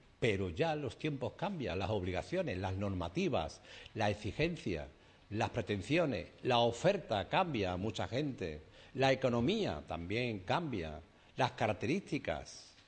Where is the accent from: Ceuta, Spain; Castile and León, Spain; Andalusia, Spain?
Andalusia, Spain; Sanlúcar de Barrameda